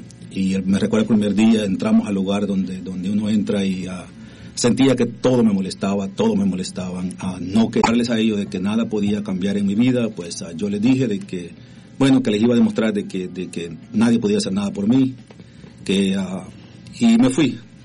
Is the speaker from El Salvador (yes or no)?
yes; El Salvador; Soy salvadoreño. Mi padre murió a los 9 años, lo mataron.